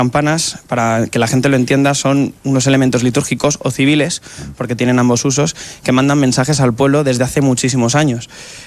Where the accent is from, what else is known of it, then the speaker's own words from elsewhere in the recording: Fuente el Saz, Community of Madrid, Spain; subir al campanario de mi pueblo, en Fuente el Saz, que también es diócesis de Alcalá de Henares y está a unos 20 kilómetros de aquí, y continué tocando en Madrid ciudad hacia los 13, 14 años.